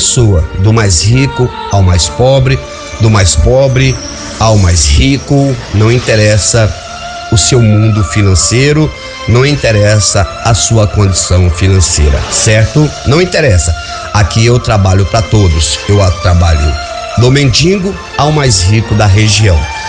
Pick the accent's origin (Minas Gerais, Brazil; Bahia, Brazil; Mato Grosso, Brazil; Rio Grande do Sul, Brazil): Bahia, Brazil; Porque, para quem não me conhece, eu sou da Bahia. Isso, amigos, eu sou da Bahia, certo? Sou da Bahia, mas atendo em todo o território nacional brasileiro, verde e amarelo.